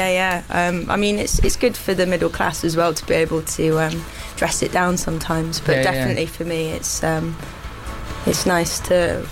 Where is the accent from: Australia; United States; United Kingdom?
United Kingdom; Nottingham, East Midlands; also born or lived in Stornoway; Well, I grew up in Nottingham.